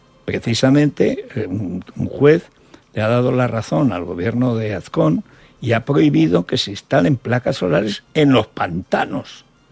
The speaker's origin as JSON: {"language": "Spanish", "region": "Aragon", "country": "Spain", "tie": "born or raised there", "said": "Yo no podía ir a mi pueblo, que es el último pueblo de Aragón, o el primero según se mire, a 4 kilómetros de Guadalajara"}